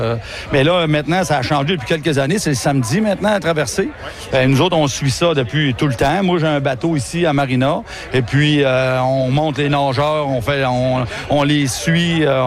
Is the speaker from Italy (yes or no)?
no; Saint-Gédéon, Quebec, Canada; now in Dolbeau-Mistassini, Canada; Non, moi, je suis originaire de Saint-Gédéon. Maintenant, j'habite à Dolbeau depuis 25 ans.